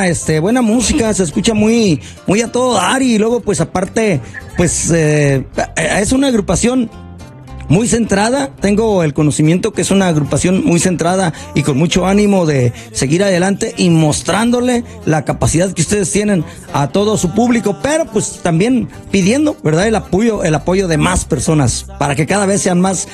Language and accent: Spanish; Jalisco, Mexico; moved away; yo tengo mucha gente conocida de allá de donde soy, yo, su servidor, de por allá de Jalisco.